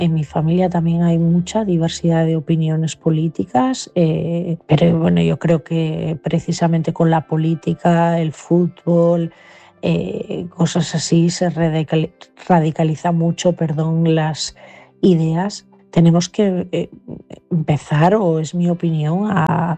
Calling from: Asturias, Spain; de Asturias, esta noche desde León

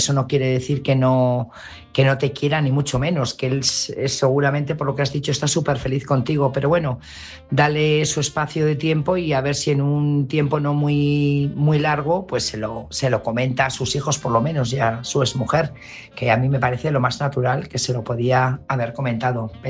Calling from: Burgos, Castile and León, Spain; Buenas noches … corresponsal de Burgos.

